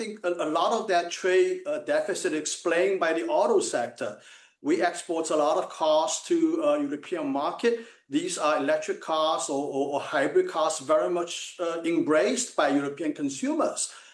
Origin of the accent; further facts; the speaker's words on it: Shanghai, China; At one point when I was growing up in Shanghai